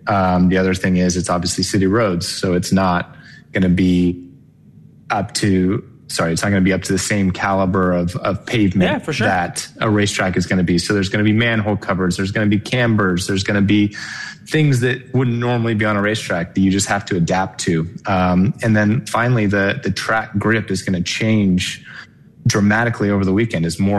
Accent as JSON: {"language": "English", "country": "United States", "said": "as an American driver in the series"}